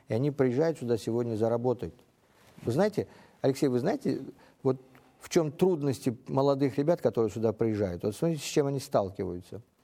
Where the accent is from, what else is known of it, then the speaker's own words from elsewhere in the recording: Uzbekistan; я сам уроженец азиатских стран, я сам уроженец Узбекистана. И я знаю, каков наш народ.